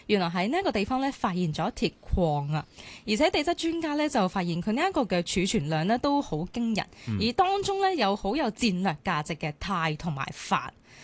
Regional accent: Guangdong, China; 我哋广东人啊会将佢用嚟煲药或者煲汤嘅

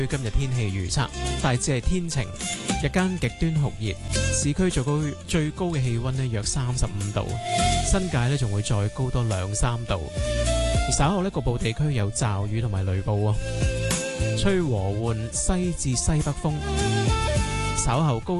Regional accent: Hong Kong; 我们香港人

